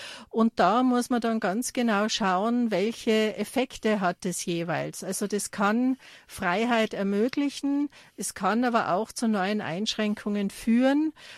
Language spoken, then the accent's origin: German; Tyrol, Austria; also born or lived in Germany; weil ich bin ja auch Migrantin. Ich bin in Deutschland geboren, mhm, und dann als Kind nach Tirol gekommen.